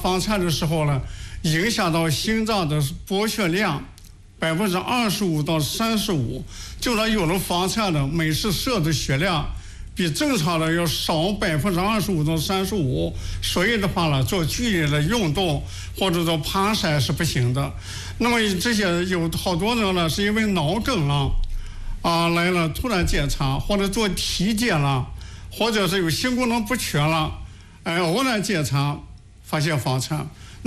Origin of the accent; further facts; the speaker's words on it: China; 我们中国人口这么多